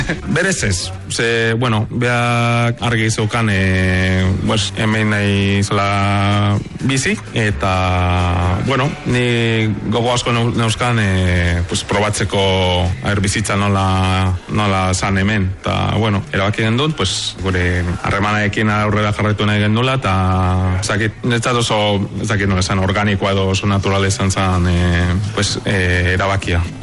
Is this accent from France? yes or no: no; Veracruz, Mexico; Basque is a second language; moved away as an adult; also born or lived in Mexico City; now in Basque Country, Spain; nire amaren familia da Mexikoko Igualdekoa, Veracruzekoa, eta nire hartzaroa hor Veracruzen pasatu nun.